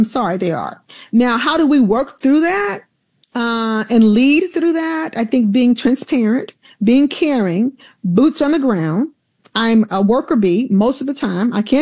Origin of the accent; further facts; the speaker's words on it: Alabama, United States; growing up in Alabama